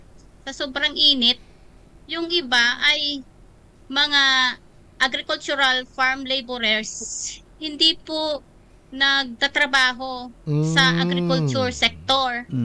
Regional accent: Guinobatan, Bicol Region, Philippines; now in Ligao, Philippines; Dito po kami sa Ligao City. Pero originally from Ginubatan, Albay.

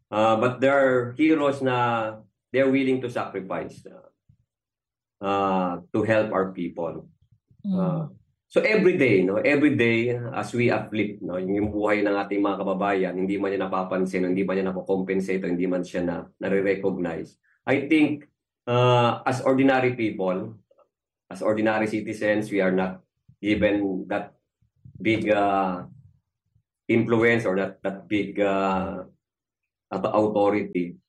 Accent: Manila, Metro Manila, Philippines; Of course, I grew up in Manila, and Manila is a very historical place. Marami akong nakita, no? I grew up in a slum, no?

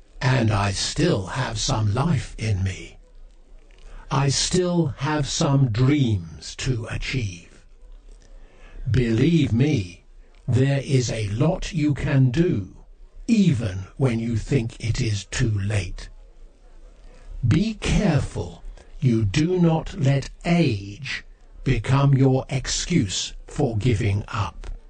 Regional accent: Shenyang, Liaoning, China; born and raised in Shenyang, China.

